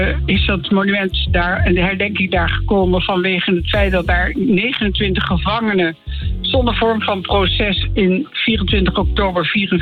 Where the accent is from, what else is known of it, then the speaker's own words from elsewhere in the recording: Amsterdam, North Holland, Netherlands; ik ben geboren getogen in Amsterdam.